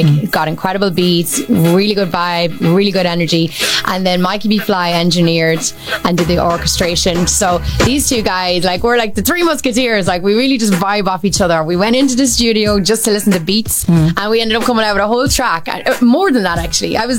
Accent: Ireland; moved away as an adult; now in New York, United States; I'm originally from Ireland, but I've been living over here for like 22 years now in New York

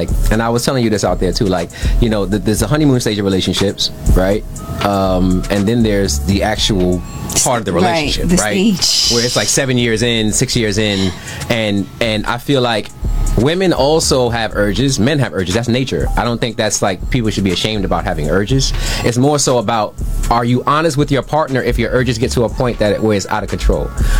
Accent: Brooklyn, New York, United States; I'm from Brooklyn, New York. Shout out to Brooklyn.

